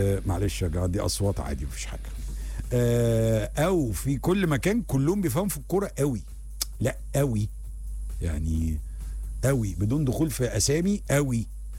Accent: Egypt; بس انا كمصري بتفرج على فريق مخلي العالم.

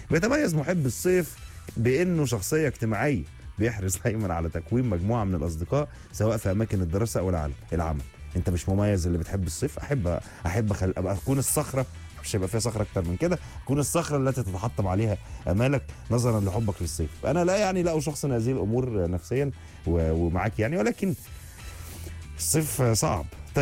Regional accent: Egypt; بحس ان احنا في جيناتنا كمصريين بنحاول نجمع التوقيت اللي هم يبقوا موجودين فيه

